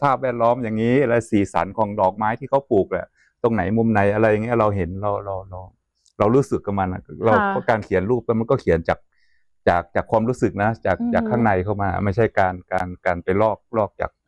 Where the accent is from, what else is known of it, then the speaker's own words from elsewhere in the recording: Chiang Rai, Thailand; เพราะความที่เมื่อก่อนเราอยู่บ้านอยู่เชียงรายเนี่ยชนบทของเราเป็นแบบนี้ไงแต่ตอนนี้มันที่เชียงรายมันหายไปหมด